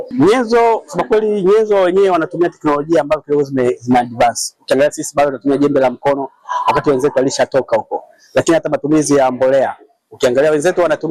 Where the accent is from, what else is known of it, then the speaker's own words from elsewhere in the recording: Dar es Salaam, Tanzania; natokea Dar es Salaam.